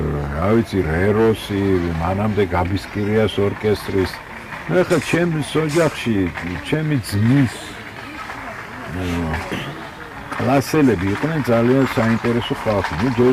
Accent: Tbilisi, Georgia; born or raised there

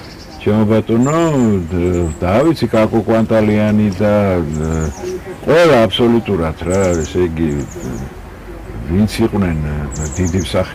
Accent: Tbilisi, Georgia; აი უკან არის ჩემი სახლი. პირდაპირ ამ ბაღში დგას, ეს გოფილეფტის ბაღია. აქ და გავიზარდე, აქ დაიბადე, აქ ერთელი ბავშვობა გავატარე, ეს ფაქტურა ჩემი ეზო იყო.

